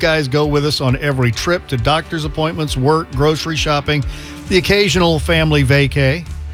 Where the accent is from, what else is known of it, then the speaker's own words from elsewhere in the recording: Baton Rouge, Louisiana, United States; I grew up in Baton Rouge, but yeah.